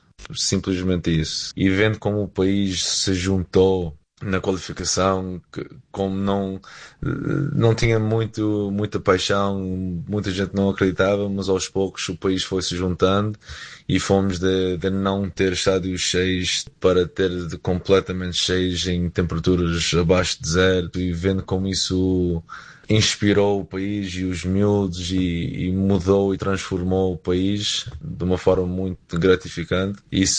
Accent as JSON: {"language": "Portuguese", "country": "Portugal", "said": "Eu adorava como adorávamos todos, também como portugueses, se Portugal fosse campeão do mundo."}